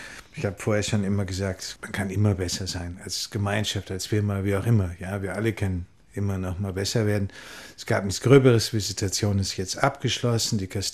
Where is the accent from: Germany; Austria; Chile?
Germany; North Rhine-Westphalia; now in Klausen, Italy; ich bin im Ruhrgebiet groß geworden.